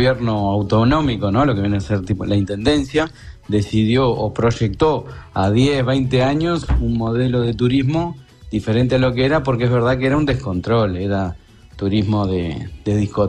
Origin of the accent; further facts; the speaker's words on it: Uruguay; moved away; yo cuando me fui en 1999, me fui de Uruguay, yo no había probado un alcaucil.